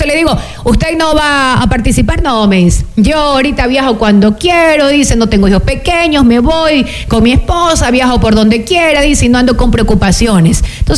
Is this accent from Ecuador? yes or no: yes; La Libertad, Santa Elena, Ecuador; al menos yo tengo mis 37 años que voy a cumplir, los he tenido aquí en el Cantón La Libertad, sí, vivo aquí, soy oriunda de aquí